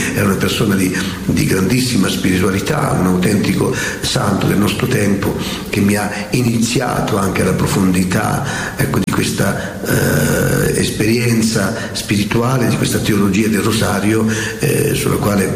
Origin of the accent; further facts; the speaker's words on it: Campania, Italy; come capita un po' dalle nostre parti campane, napoletane